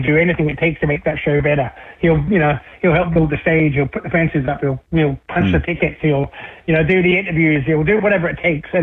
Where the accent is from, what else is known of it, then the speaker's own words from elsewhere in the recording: Adelaide, South Australia, Australia; my hometown of Adelaide